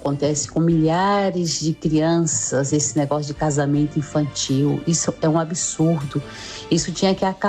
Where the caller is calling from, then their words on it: Guaratinguetá, São Paulo, Brazil; falo aqui de Guaratinguetá